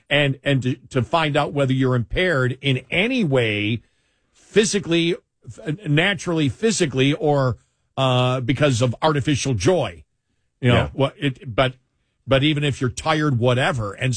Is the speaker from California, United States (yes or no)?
no; New York, United States; when I grew up in Western New York, would hit from basically middle of August till the first, the first freeze.